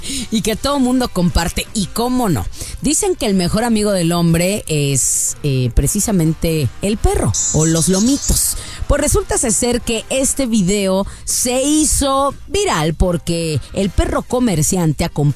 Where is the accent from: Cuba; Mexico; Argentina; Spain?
Mexico; para los que somos mexicanos, ubicamos perfectamente esos bolis.